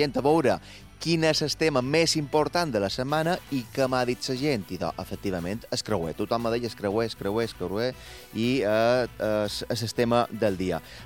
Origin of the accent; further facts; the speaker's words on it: Balearic Islands, Spain; Parlarem de com som els mallorquins i com hauríem de ser, però no, a nosaltres no mos convidarà ningú.